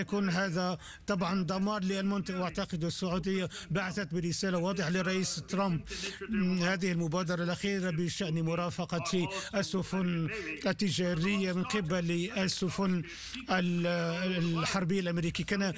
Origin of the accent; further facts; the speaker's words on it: Pakistan; أنا كباكستاني أفتخر بأن حكومة بلادي بذلت هذه الجهود،